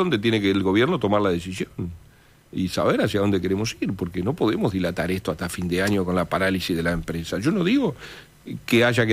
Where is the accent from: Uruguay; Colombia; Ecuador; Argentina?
Uruguay; Paysandú; es una posición difícil porque soy de Paysandú